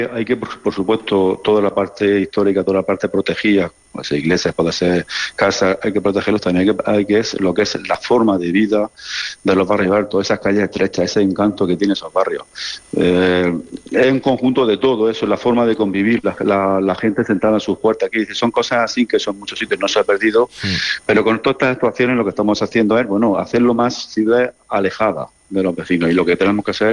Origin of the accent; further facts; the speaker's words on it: Lorca, Region of Murcia, Spain; Yo soy del barrio de San Pedro y mucha población se ha ido